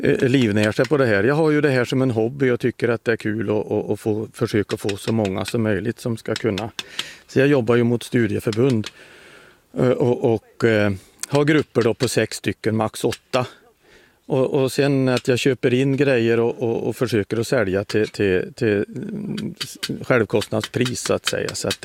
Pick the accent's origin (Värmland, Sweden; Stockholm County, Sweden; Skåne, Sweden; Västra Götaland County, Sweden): Värmland, Sweden; moved away as an adult; also born or lived in Dalarna; now in Äppelbo, Sweden; och jag är egentligen värmlänning, men jag har bott 40 år i Dalarna och ränderna går väl inte riktigt ur, men jag bor i Äppelbo nu för tiden